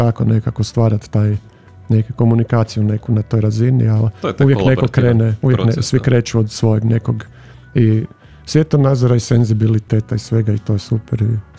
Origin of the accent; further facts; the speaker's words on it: Zagreb, City of Zagreb, Croatia; born there; moved away as an adult; now in Vrbovec, Croatia; ja sam rođen Zagrepčanin, ali sam prije punih 5 godina preselio u Vrbovec, a izlazim u Koprivnicu